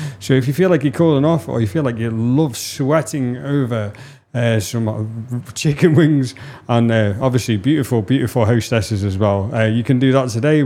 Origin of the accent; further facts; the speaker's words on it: England, United Kingdom; born there; moved away; I'm English. Yes, I was born in England.